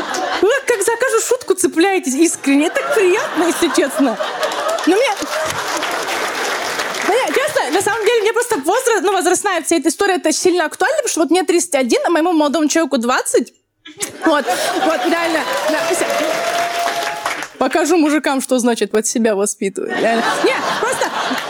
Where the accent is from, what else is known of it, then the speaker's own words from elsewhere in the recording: Dagestan, Russia; мне 31, я из Дагестана